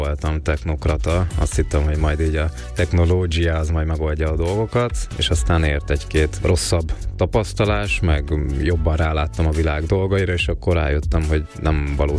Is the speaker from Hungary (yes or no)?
yes; Great Hungarian Plain, Hungary; Hát én egy vidéki paraszt gyerek vagyok Alföldről, most töltöttem a 30-at